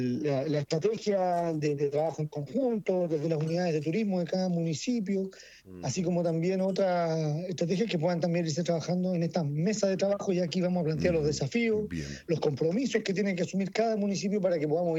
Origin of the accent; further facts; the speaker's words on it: Chile; nosotros como chilenos